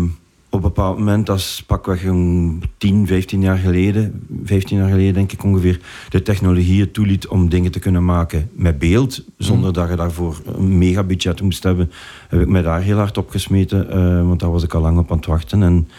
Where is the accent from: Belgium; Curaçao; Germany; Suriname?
Belgium; Heppen, Flanders; also born or lived in Hasselt; Ik ben opgegroeid in Heppen, het is te zeggen. Ik heb daar maar gewoond als ik 9 jaar was. En ik ben altijd naar school geweest in Hasselt.